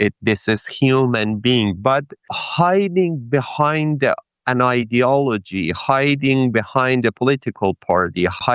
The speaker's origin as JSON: {"language": "English", "country": "Iran", "second_language": "English", "said": "let me talk to this person who is from, I don't know, from the U.S. that is fighting with me that I'm coming from Iran."}